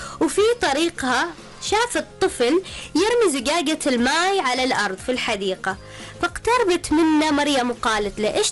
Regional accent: Oman

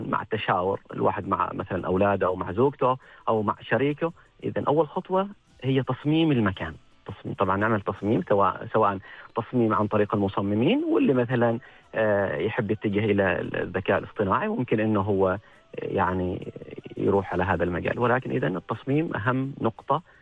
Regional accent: Oman; عندنا في سلطنة عمان

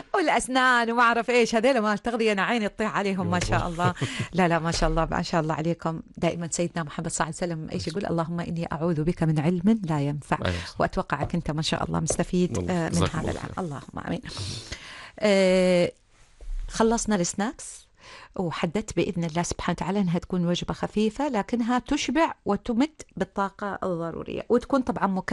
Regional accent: Oman; احنا تو عمانيين، احنا نحب الخبز، نحب الخال

